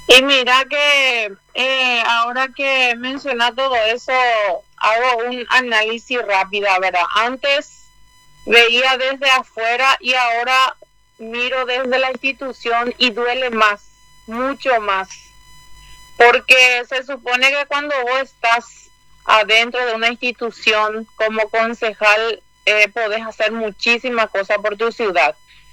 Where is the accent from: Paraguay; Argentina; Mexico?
Paraguay; José Domingo Ocampos, Caaguazú; born there; now in Hernandarias, Paraguay; Yo nací en José Domingo Campos, que es el municipio, último municipio de Caaguazú que linda con Juan Emilio Oleari.